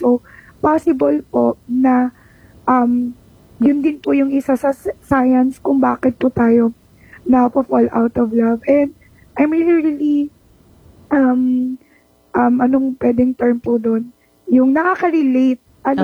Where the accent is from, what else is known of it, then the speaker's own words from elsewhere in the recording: Calabarzon, Philippines; hindi rin natin sa amin sa Tagalog, sa Batangas, hindi natin makarok.